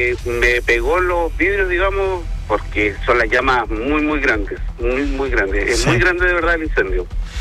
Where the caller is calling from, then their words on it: Maipú, Santiago Metropolitan, Chile; Yo vivo en Maipú